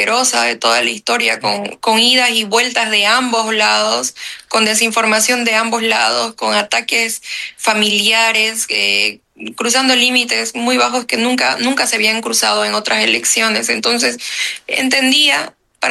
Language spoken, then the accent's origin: Spanish; Bolivia; también en mi país